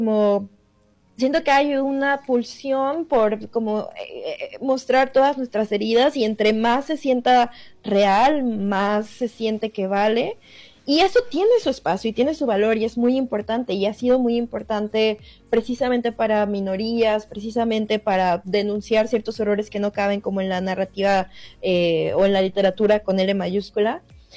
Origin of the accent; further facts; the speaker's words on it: Mexico; yo creo que siendo mexicanos y viviendo en México